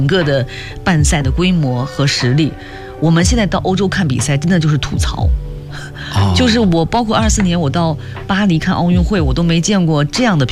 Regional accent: China

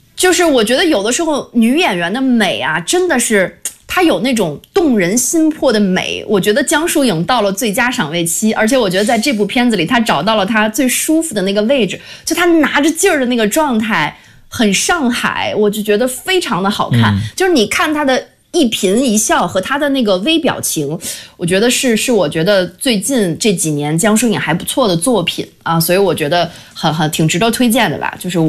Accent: China

